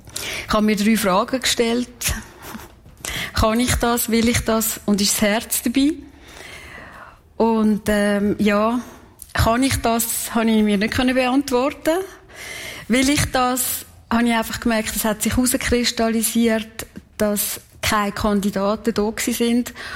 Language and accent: German; Kalbrunn, Switzerland; born or raised there